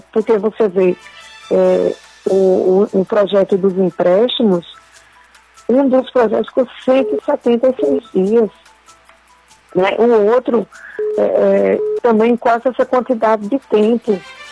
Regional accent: Pernambuco, Brazil

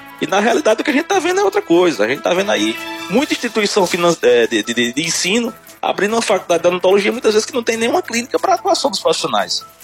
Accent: Serra Talhada, Pernambuco, Brazil; moved away; Você tem noção, eu sou de Serra Talhada, na época que eu saí não tinha nenhum, hoje já tem 2.

